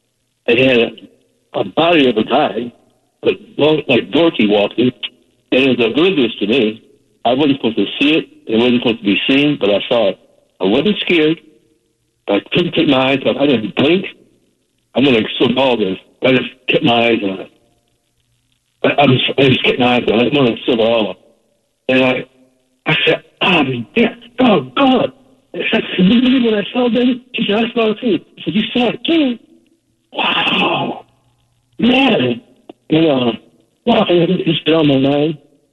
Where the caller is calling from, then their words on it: Garfield Heights, Ohio, United States; I live in Garfield Heights, a suburb of Cleveland.